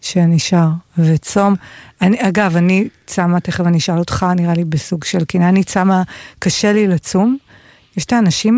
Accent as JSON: {"language": "Hebrew", "town": "Bnei Brak", "region": "Tel Aviv District", "country": "Israel", "said": "היה בבני ברק, אצלנו בבני ברק היה, ואני זוכרת שאמרתי, זה לא פייר"}